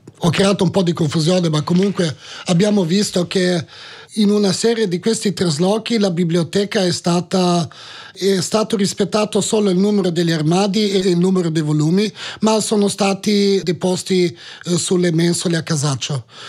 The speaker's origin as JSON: {"language": "Italian", "town": "Koper", "region": "Coastal–Karst", "country": "Slovenia", "said": "anche se non sono italiano, voglio dire, comunque uno che vive a Capodistria"}